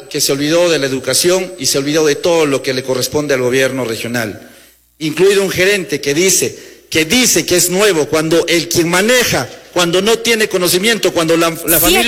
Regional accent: Arequipa, Peru; nuestros hermanos distritos de nuestra provincia de Arequipa

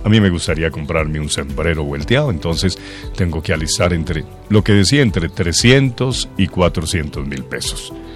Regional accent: Colombia; haciendo un llamado a todos nosotros que somos colombianos.

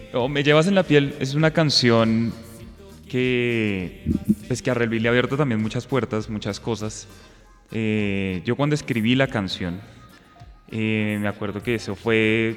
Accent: Neiva, Huila, Colombia; born there; now in Bogotá, Colombia; yo con mis influencias naciendo en Neiva, Huila, y después viniendo a Bogotá

